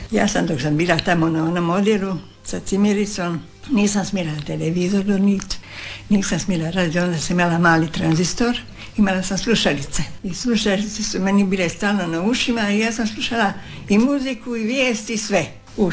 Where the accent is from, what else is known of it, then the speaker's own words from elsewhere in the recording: Sreser, Dubrovnik-Neretva County, Croatia; Rođena sam u Sreseru na Pelješcu, to je općina Janjina. I do 40. godine sam bila u kući, sama sam bila od roditelja.